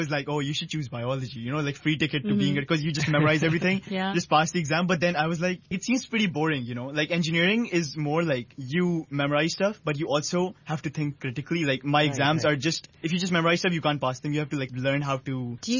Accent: Karachi, Sindh, Pakistan; moved away as an adult; now in Hong Kong; And I'm from Pakistan. I grew up in Pakistan, and I'm from Karachi, which is the biggest city, but not the capital. It's towards the south.

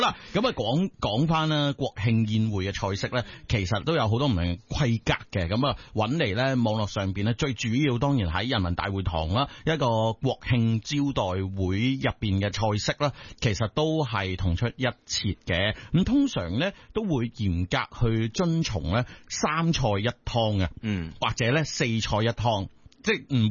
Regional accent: China; 外吹内软啊，同我哋中国人嘅心一样啊

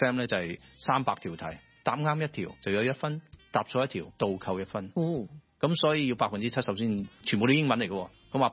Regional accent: Guangzhou, Guangdong, China; also born or lived in Chaozhou; 我就一歲離開咗潮州啦，其實我潮州人，我潮州一出世咗之後呢就去咗廣州，當時係即係軍醫嘛。

